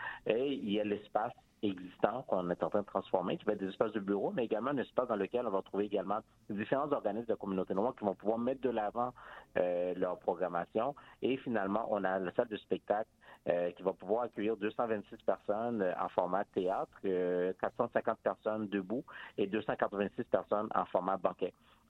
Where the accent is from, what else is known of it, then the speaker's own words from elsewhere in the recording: Montreal, Quebec, Canada; ici, chez nous à Montréal